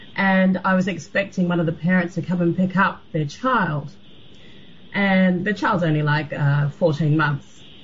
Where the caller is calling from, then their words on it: Sydney, New South Wales, Australia; Hi, I'm calling from Sydney, Australia.